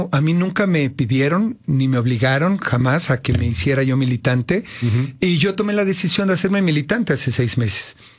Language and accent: Spanish; Mexico; todo eso que por supuesto que como mexicano te quieres sumar.